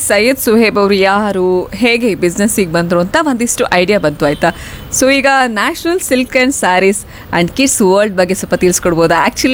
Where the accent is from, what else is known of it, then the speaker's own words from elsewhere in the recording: Shivamogga, Karnataka, India; basically ನಾನು ಶಿವಮೊಗ್ಗದವಳೇ ಆಗಿರೋದ್ರಿಂದ